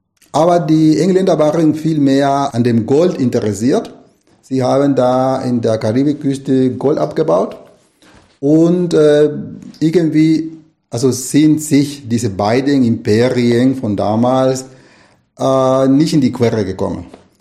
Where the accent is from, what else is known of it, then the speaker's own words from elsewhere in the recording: Nicaragua; moved away; also born or lived in Costa Rica; Also ich bin in Costa Rica geboren, aber in Nicaragua aufgewachsen und deswegen betrachte ich mich mehr als Nicaraguaner, den als Costa Ricaner. Aber ich bin beides, tatsächlich.